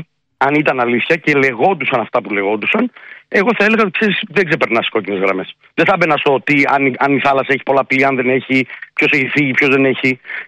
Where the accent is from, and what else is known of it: Brussels, Brussels-Capital Region, Belgium; born or raised there